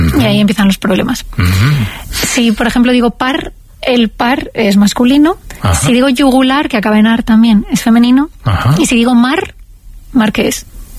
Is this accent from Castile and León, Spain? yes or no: no; Madrid, Community of Madrid, Spain; Yo soy más de Madrid